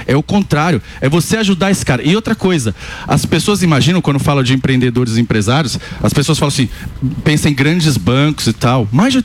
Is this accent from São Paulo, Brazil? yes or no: yes; São Paulo, Brazil; born there; Deixa eu te dizer, eu nasci em Itaquera e, pô.